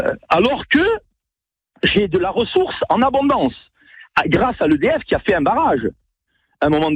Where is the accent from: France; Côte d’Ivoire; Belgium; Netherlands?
France; Tolla, Corsica; moi, je suis de Tolle